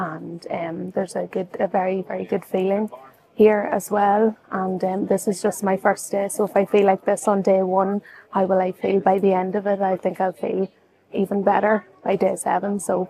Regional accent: Ireland

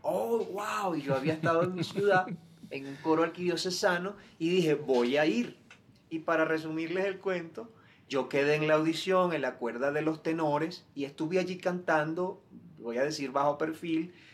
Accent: Venezuela; moved away as an adult; now in Quito, Ecuador; yo por lo general suelo portar una cruz que pertenece a los sacerdotes con los que yo me crié en la fe allá en Venezuela

